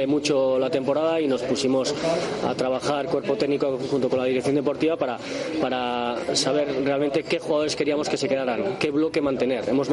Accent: Irun, Basque Country, Spain; somos de la comarca, somos de Irún.

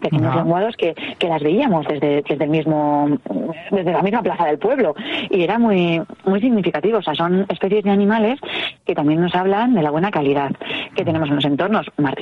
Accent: Deba, Basque Country, Spain; now in Orio, Spain; Yo personalmente ahora llevo muchos años viviendo en Orio, pero soy de Deva

